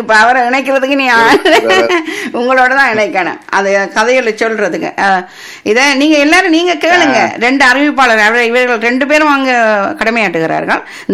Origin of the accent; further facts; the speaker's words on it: Sri Lanka; moved away; எங்களுடைய தாயகத்தின்